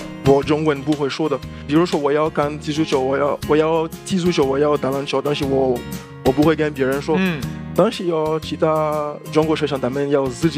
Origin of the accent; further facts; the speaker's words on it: Côte d’Ivoire; Chinese is a second language; now in China; 我来自科特迪瓦，科特迪瓦在西非。